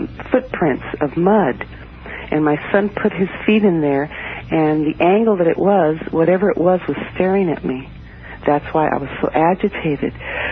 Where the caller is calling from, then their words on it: Alameda, California, United States; Morning, from Alameda, California, outside of San Francisco.